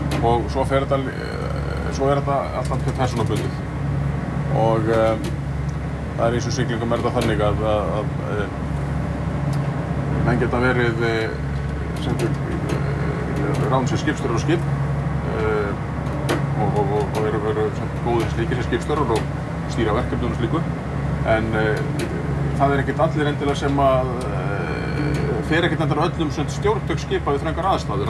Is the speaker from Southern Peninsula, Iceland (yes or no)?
yes; Grindavík, Southern Peninsula, Iceland; Ég kem úr Grindavík hérna, og býð þar